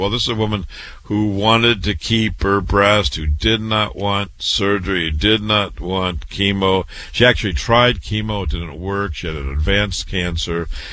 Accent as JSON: {"language": "English", "town": "Waterloo", "region": "Iowa", "country": "United States", "tie": "born or raised there", "said": "I'm born and raised in Waterloo, Iowa, went to public school, university, MD at 25"}